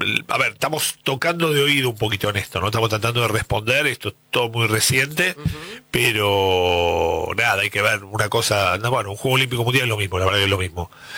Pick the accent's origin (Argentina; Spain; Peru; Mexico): Argentina; somos hincha de Boca y somos argentinos.